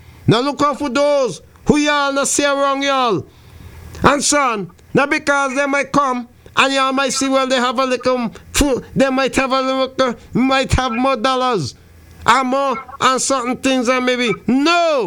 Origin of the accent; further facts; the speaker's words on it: St. Vincent & Grenadines; now in Antigua and Barbuda; What are you in my hometown, St. Vincent?